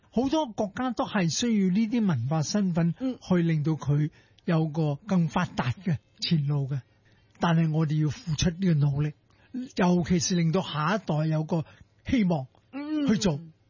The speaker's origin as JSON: {"language": "Cantonese", "country": "Hong Kong", "said": "我哋香港人"}